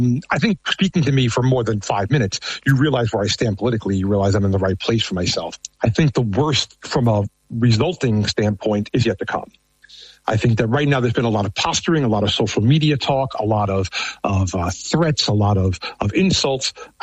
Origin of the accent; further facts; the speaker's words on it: Canada; I'm still going to buy the Canadian one to support my home country.